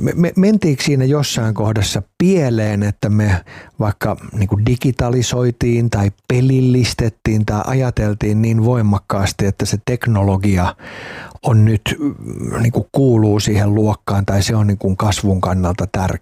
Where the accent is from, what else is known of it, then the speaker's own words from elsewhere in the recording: Helsinki, Uusimaa, Finland; Itä-Helsingistä, mistä itse olen siis kotoisin